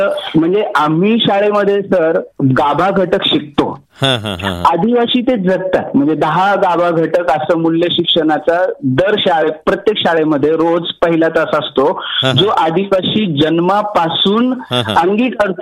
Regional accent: Sangvi Patan, Maharashtra, India; moved away; मी मूळचा सांगवी पाटण, तालुका आष्टी, जिल्हा बीड, मराठवाड्यातलं अतिशय छोटस गाव, दोन नदीच्या संगमावरती असणार भैरवनाथ महाराजांचं हे तीर्थक्षेत्र आहे.

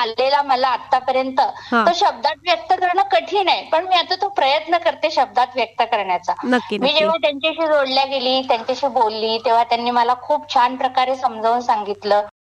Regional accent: Akola, Maharashtra, India; born or raised there; also born or lived in Mumbai

